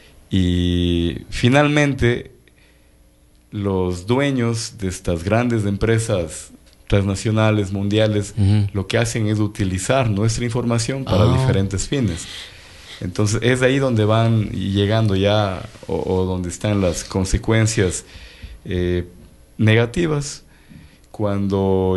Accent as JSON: {"language": "Spanish", "country": "Ecuador", "said": "nosotros como latinoamericanos, o tal vez hablando de nuestro país en Ecuador"}